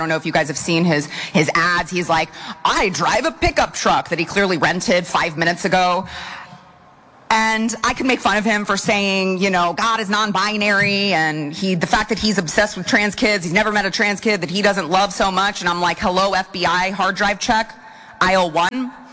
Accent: Texas, United States; I remember, recall from my home state of Texas

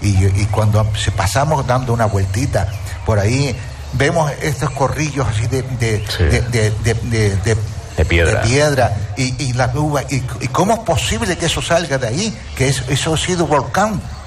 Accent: Canary Islands, Spain; born there; Hombre, yo soy nacido en Gran Canaria. ¿No? Pero cuando he venido aquí al sur hace 45 años, ya mi mujer me dijo, dice, de aquí yo no me muevo.

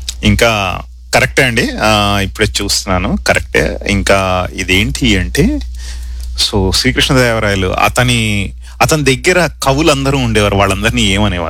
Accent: Vizianagaram, Andhra Pradesh, India; విజయనగరం మాది విజయనగరం అండి.

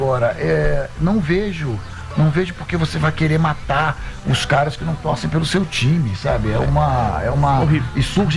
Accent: Rio de Janeiro, Brazil; eu sou carioca, eu posso ser cidadão honorário

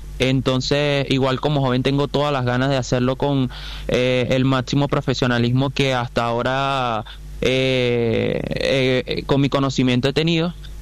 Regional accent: Venezuela; pero bueno, como venezolano aquí estamos, echándole pichón.

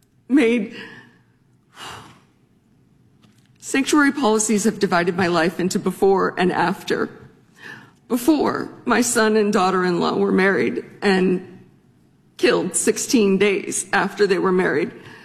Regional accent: Phoenix, Arizona, United States; born there

